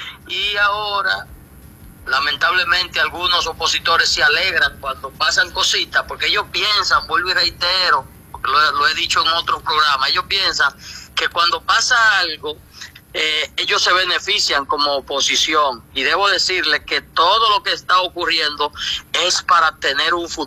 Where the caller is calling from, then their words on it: Dominican Republic